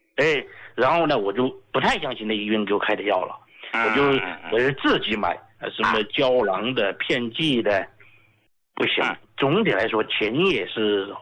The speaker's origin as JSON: {"language": "Chinese", "region": "Sichuan", "country": "China", "accent": "Sichuanese", "lives_now": "Chongqing, China", "said": "用我们四川话讲呢，那睡得踏实了。"}